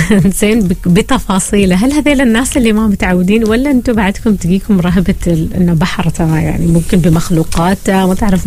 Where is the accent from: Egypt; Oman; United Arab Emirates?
Oman; فأتوقع أنك كأنه بنت بينك وبين البحر عندنا في عمان ثقة.